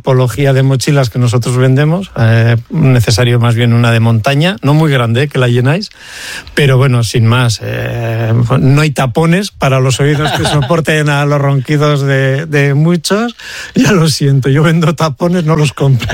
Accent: Basque Country, Spain; Los vascos siempre dejamos el listón muy alto, muy alto.

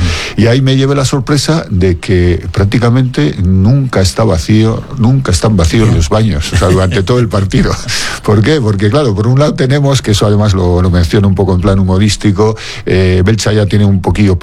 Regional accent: San Sebastián, Basque Country, Spain; soy donostiarra

